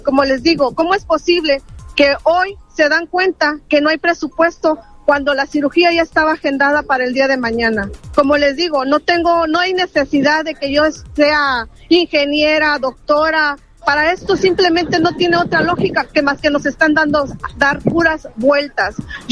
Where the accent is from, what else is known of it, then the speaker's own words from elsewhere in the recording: Coatzacoalcos, Veracruz, Mexico; Vengo de la ciudad de Coatzacoalcos, Veracruz. Llegamos el día de hoy a las 11 de la mañana, ya que así se nos pidió.